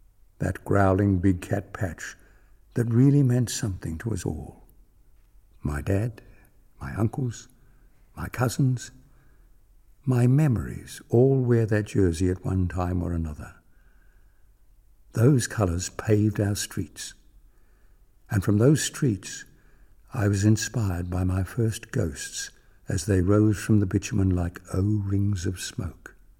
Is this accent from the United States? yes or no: no; Brisbane, Queensland, Australia; born there; I was born in Tigerland on the south side of Brisbane.